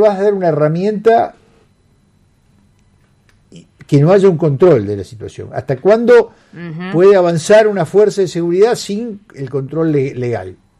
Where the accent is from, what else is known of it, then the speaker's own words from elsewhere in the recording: France; Spanish is a second language; Él es marroquí, yo soy francés.